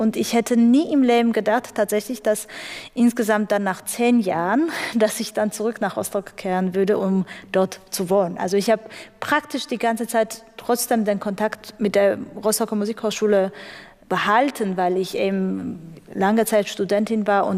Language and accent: German; Armenia; Ich vermisse Armenien als mein Heimatland schon, aber eben für andere Sachen, eben für das Essen